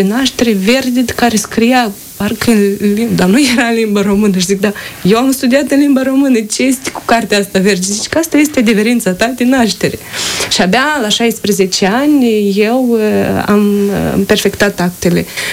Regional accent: Moldova; am ales să rămân în Republica Moldova

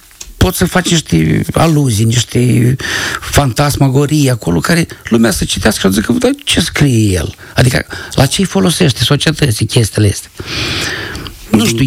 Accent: Călărași, Călărași District, Moldova; moved away; Eu spuneam că sunt de la Călăraș și ei credeau că sunt de la Dunăre. Și în anul 4, păi … tu și ești de Republica Moldova? Zic, da.

